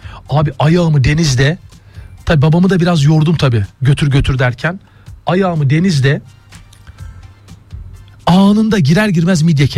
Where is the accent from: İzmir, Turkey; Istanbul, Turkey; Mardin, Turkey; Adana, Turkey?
Istanbul, Turkey; biz tabii Zeytinburnu'ndayız.